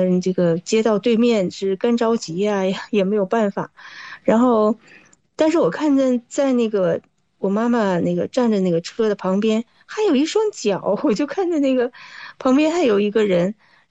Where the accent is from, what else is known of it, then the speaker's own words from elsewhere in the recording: Northeast China, China; 我们就是东北的五常大米啊